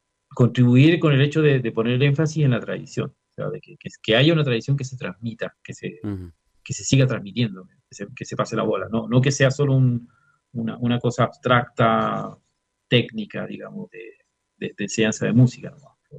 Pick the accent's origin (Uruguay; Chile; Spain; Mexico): Chile; Chuquicamata, Antofagasta; moved away; volver a mi tierra, yo nací en Chuquicamata